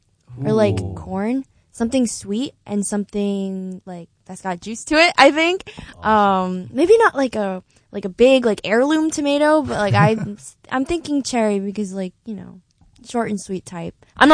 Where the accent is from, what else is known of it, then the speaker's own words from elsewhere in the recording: Long Island, New York, United States; moved away as an adult; now in Poughkeepsie, United States; I'm from Long Island